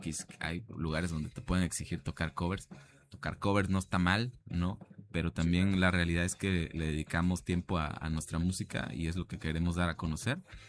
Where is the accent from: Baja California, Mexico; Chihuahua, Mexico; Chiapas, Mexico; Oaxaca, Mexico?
Oaxaca, Mexico